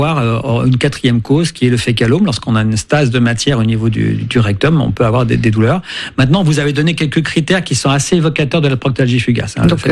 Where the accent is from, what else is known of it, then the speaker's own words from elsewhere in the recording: France; chez nous en France